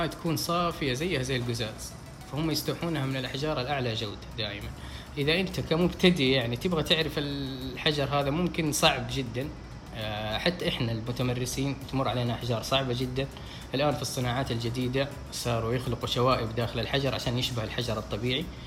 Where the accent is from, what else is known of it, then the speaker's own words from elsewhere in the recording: Saudi Arabia; عندنا في السعودية